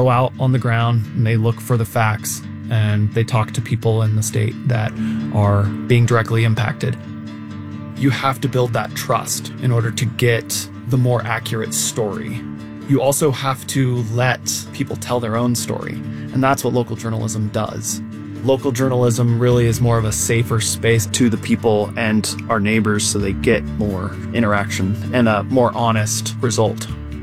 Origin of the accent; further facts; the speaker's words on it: Cedar City, Utah, United States; I'm from Cedar City, Utah.